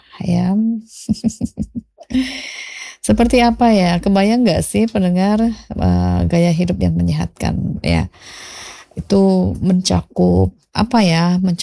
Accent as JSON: {"language": "Indonesian", "town": "Kupang", "region": "East Nusa Tenggara", "country": "Indonesia", "said": "kita orang Kupang"}